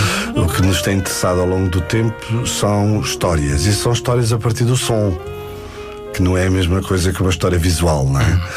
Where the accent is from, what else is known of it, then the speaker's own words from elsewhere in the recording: Alentejo, Portugal; E eu sou alentejano, gosto de vagar, com mais vagar